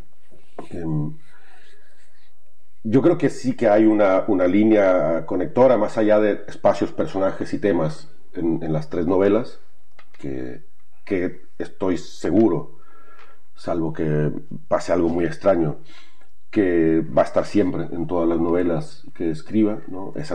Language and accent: Spanish; northern Mexico, Mexico; moved away; Yo soy del norte de México